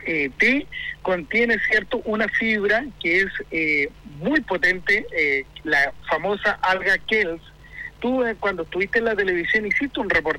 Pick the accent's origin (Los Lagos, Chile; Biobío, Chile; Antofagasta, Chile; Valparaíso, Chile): Biobío, Chile; Concepción; No, le dije yo, si yo soy de Concepción, le dije yo, lo que pasa es que nosotros tenemos programa